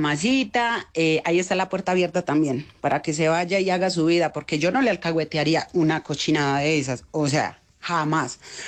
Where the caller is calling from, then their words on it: Medellín, Antioquia, Colombia; los escucho desde Robledo La Campiña